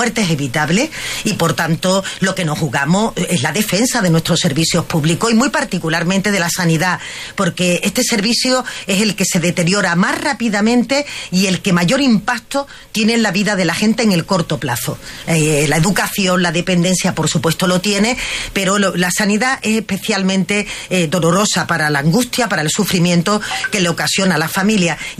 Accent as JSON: {"language": "Spanish", "region": "Andalusia", "country": "Spain", "said": "Porque la visión del sur que traemos las personas que somos de Andalucía"}